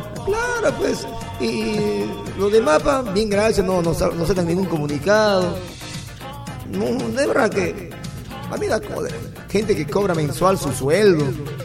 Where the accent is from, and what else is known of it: Peru